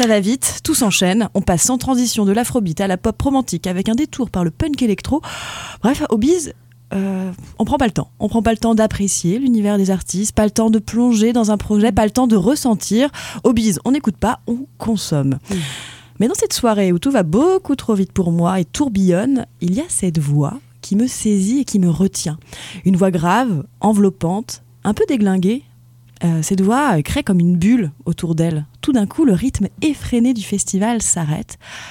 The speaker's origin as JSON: {"language": "French", "town": "Nantes", "region": "Pays de la Loire", "country": "France", "said": "Je suis nantaise."}